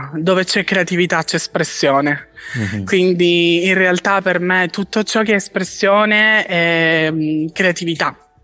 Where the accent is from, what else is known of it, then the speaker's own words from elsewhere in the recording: Catania, Sicily, Italy; Io provengo da Catania ed è una città molto, molto viva